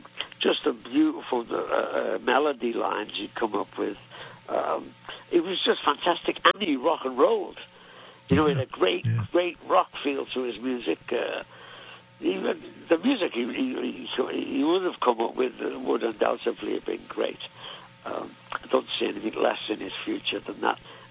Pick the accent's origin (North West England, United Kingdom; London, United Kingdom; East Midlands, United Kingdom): North West England, United Kingdom; Liverpool; I grew up in Liverpool